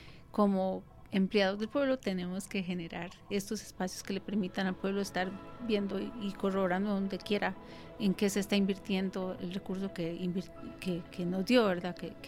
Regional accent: Costa Rica; Vamos a ver, en mi país, que es Costa Rica, que somos hermanos

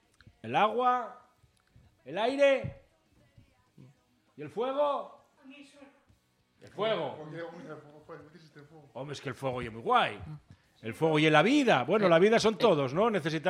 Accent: Asturias, Spain; Que somos asturianos, maldita sea.

